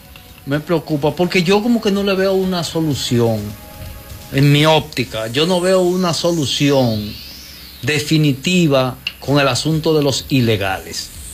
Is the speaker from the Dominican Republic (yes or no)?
yes; Dominican Republic; impiden que los dominicanos podamos limpiar nuestro país de ilegales